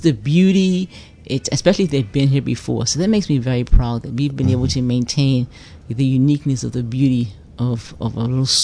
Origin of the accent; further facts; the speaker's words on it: Bermuda; also born or lived in United Kingdom; I'm from Bermuda.